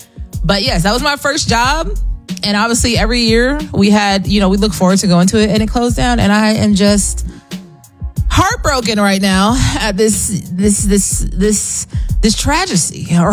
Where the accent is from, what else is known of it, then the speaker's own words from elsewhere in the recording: Federal Way, Washington, United States; my hometown water park shut down after 50 years. Now, it's a big deal because this was actually my first job because it was owned by Six Flags back in the day. And my first job was a ride operator at a water park in Federal Way, Washington.